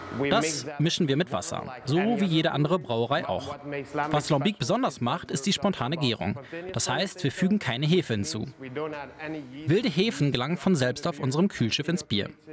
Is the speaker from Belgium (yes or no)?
yes; Brussels, Brussels-Capital Region, Belgium; Ich bin in Brüssel geboren und aufgewachsen.